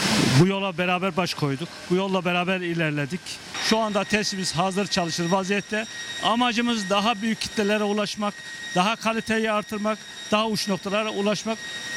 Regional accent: Konya, Turkey; born there; 1968, Konya doğumluyum.

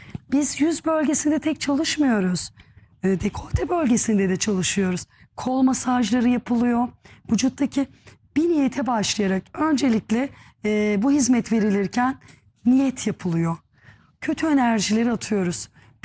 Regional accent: Manisa, Turkey; Bir Manisalı olarak söyleyeyim.

